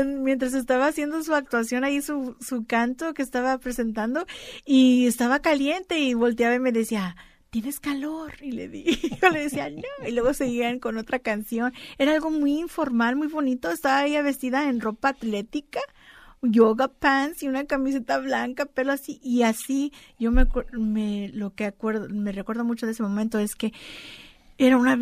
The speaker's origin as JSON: {"language": "Spanish", "region": "California", "country": "United States", "tie": "born there", "said": "Muy diferente a esa identidad que tenemos nosotras como chicanas aquí en California, pero para mí es una hermana. Los tejanos son mis hermanos porque somos nacidos aquí."}